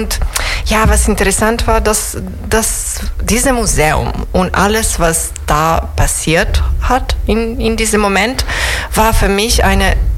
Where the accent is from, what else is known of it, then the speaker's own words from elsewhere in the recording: Novi Pazar, Serbia; now in Düsseldorf, Germany; ich komme ursprünglich aus Novi Pazar. Das ist eine südliche Stadt in Serbien, eigentlich genau an der Grenze mit Montenegro, ne? Zwischen Serbien und Montenegro.